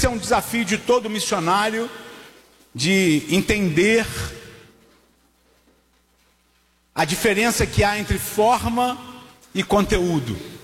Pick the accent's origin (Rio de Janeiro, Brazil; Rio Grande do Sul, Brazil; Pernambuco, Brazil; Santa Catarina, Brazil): Rio de Janeiro, Brazil; eu sou do Rio